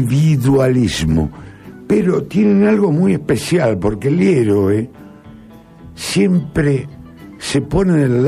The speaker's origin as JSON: {"language": "Spanish", "country": "Argentina", "said": "somos argentinos."}